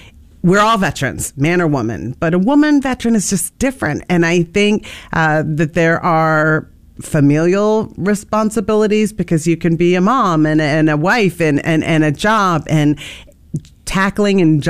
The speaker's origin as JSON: {"language": "English", "town": "Lake Luzerne", "region": "New York", "country": "United States", "tie": "born or raised there", "said": "I was born in New York City, was adopted and lived in Lake Luzerne, and that's where I grew up."}